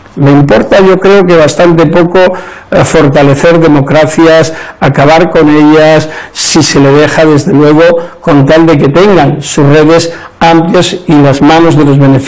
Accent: Spain; En mi país, en España, cualquier juez o fiscal puede salir de su carrera judicial

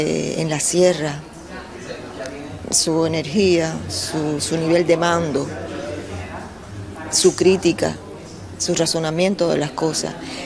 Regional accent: Cuba

